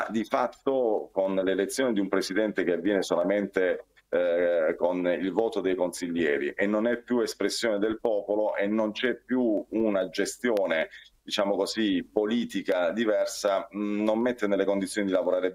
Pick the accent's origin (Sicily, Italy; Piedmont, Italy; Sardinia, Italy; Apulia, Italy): Apulia, Italy; Taranto; mi piacerebbe vedere la mia provincia, il mio paese, la mia provincia rinascere e finalmente non ascoltare più le notizie che lei ha anticipato, che ha commentato, che Taranto e la nostra provincia è agli ultimi posti